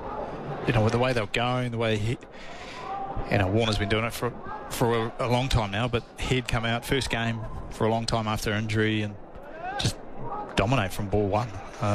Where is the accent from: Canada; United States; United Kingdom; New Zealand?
New Zealand; I think as a New Zealander and probably the majority of Australian states, the morning game's a better time to watch it